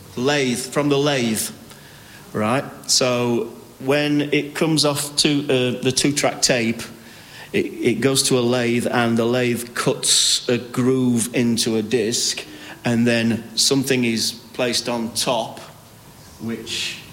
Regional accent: Yorkshire and the Humber, United Kingdom; we're from Yorkshire and we, you know, value for money.

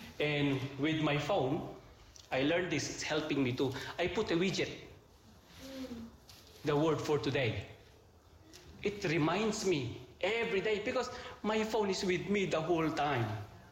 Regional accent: Philippines; now in New Zealand; Then I'm a Filipino.

